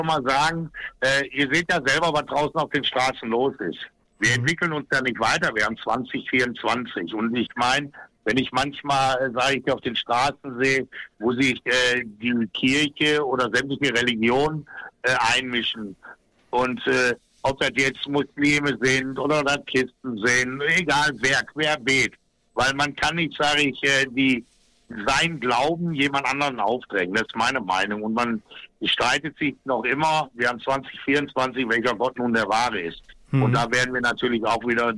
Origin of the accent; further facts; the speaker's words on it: Germany; ich bin ein Deutscher.